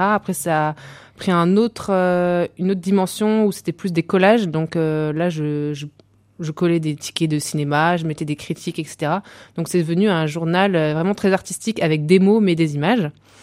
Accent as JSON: {"language": "French", "town": "Niort", "region": "Nouvelle-Aquitaine", "country": "France", "tie": "born or raised there", "said": "Je suis née à Niort. Je suis vendéenne de cœur."}